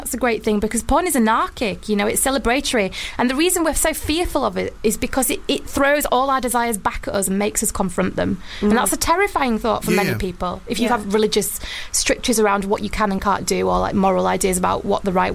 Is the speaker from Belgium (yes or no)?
no; Wakefield, Yorkshire and the Humber, United Kingdom; Yeah, I've always been gobby, and I'm from Yorkshire, for God's sake.